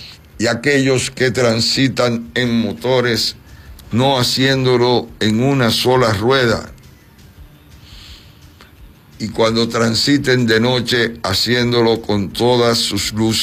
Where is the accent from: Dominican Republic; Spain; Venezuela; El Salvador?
Dominican Republic